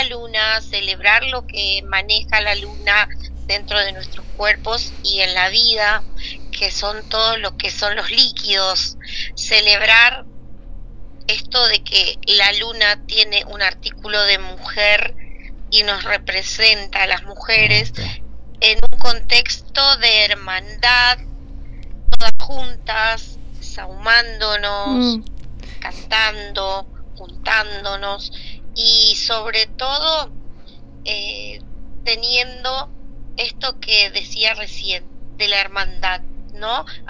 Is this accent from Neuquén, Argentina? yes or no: no; Santiago del Estero, Argentina; de Santiago del Estero, soy cantora, también escribo canciones, tengo dos discos.